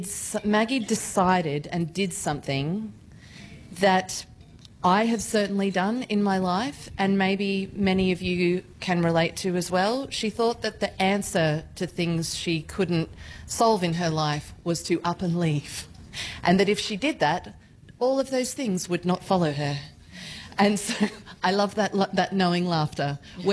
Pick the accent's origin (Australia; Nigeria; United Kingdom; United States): Australia; Gold Coast, Queensland; I grew up on the Gold Coast.